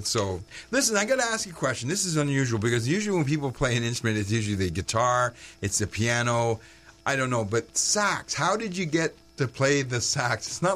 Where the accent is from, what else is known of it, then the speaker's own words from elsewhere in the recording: Quebec, Canada; Because I'm actually from Quebec also.